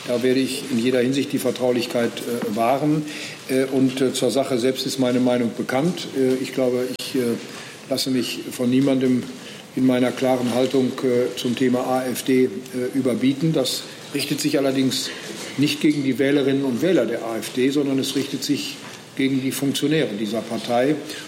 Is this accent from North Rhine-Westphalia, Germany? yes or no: yes; North Rhine-Westphalia, Germany; ich komme aus dem Land Nordrhein-Westfalen.